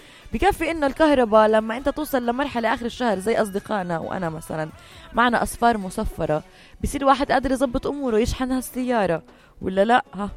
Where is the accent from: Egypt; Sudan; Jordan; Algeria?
Jordan; عندنا بالاردن